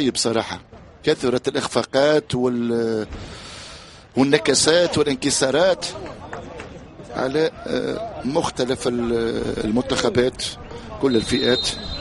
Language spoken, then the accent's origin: Arabic; Libya